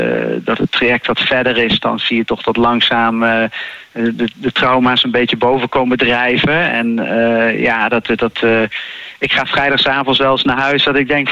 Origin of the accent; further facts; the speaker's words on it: Netherlands; de bevoorrechte positie als Nederlander die ik heb en de kennis die ik heb van hoe Nederland werkt